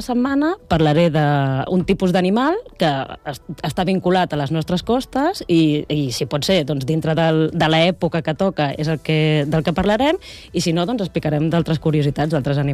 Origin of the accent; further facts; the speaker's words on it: Barcelona, Catalonia, Spain; born there; now in Calafell, Spain; Jo vaig néixer a Barcelona, però fa més de 20 anys que estic aquí visquent assegut a Calafell.